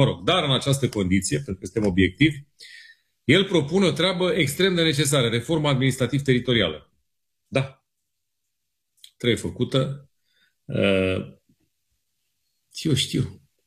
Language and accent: Romanian; Câmpia Turzii, Cluj County, Romania; Un mare scandal financiar vine de la Câmpia Turzii, orașul meu natal.